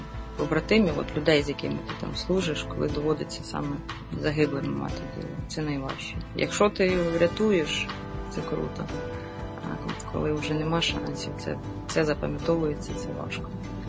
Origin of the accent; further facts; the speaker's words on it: Dnipro, Dnipropetrovsk Oblast, Ukraine; Я сама з Дніпра.